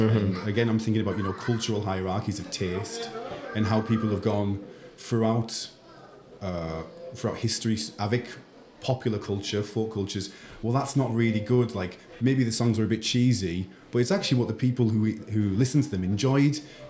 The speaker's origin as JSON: {"language": "English", "country": "United Kingdom", "moved": "as an adult", "said": "during my time as an expatriate, as a British immigrant or whatever, British immigrant to another country"}